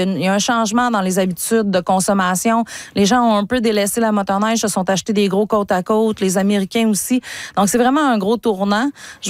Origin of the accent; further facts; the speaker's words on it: Montreal, Quebec, Canada; moi, je suis originaire de Montréal